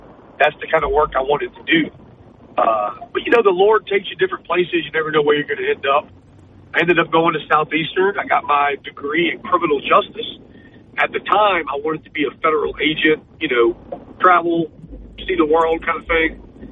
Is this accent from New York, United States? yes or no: no; Hammond, Louisiana, United States; born and raised in Hammond, which is a Tangipahoa parish. You know, I grew up in a working-class family.